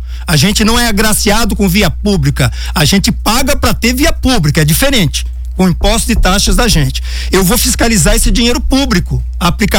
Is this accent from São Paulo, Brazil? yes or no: yes; Ubatuba, São Paulo, Brazil; agora estou falando como filho do litoral norte de São Paulo, como Caiçara de Ubatuba.